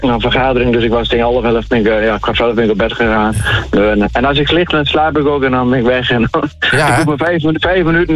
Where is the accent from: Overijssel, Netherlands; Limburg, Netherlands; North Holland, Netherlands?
Overijssel, Netherlands; De Krim; now in Elim, Netherlands; ik kom oorspronkelijk zelf uit de Krim.